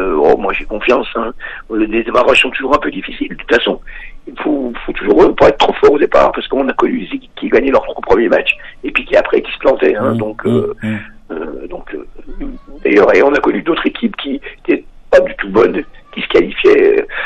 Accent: Grand Est, France; c'est un peu un temps comme on a d'habitude chez nous, en Lorraine.

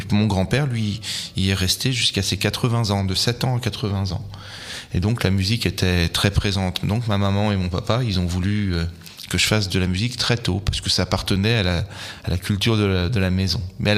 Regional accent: Troyes, Grand Est, France; also born or lived in Paris; moi, je suis né à Troyes. J'ai grandi à Troyes. J'ai fait mes écoles à Sainte-Savine, Saint-André, puis à nouveau à Sainte-Savine pour le lycée. Puis après, je suis parti un petit peu à Paris pour faire mes études.

